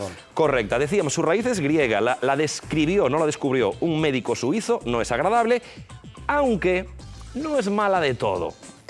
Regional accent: Galicia, Spain; Para mí, digo yo como gallego

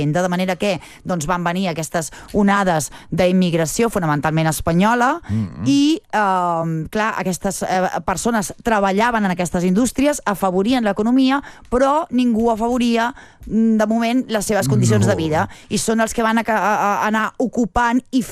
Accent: Barcelona, Catalonia, Spain; born or raised there

